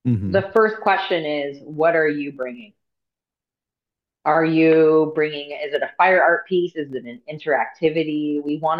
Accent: Pacifica, California, United States; I grew up in Pacifica, little ocean girl, West Side. Half Moon Bay High School.

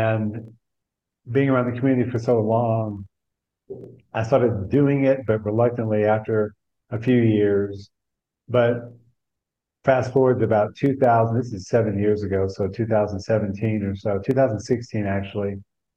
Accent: Texas, United States; Well, I grew up in Texas, hence the name.

